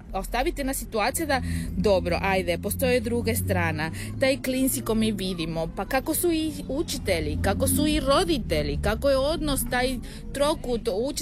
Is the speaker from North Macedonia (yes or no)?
no; Serbia; Serbian is a second language; dolazim iz Srbija